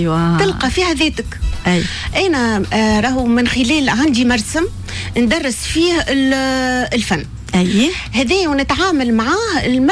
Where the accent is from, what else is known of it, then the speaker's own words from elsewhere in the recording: Nabeul, Nabeul Governorate, Tunisia; بما أني أنا أصيلة المدينة.